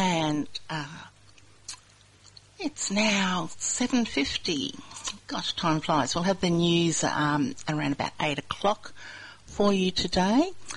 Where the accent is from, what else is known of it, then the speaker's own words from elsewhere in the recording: Queensland, Australia; I'm born and bred in Queensland, and it's a great place to live.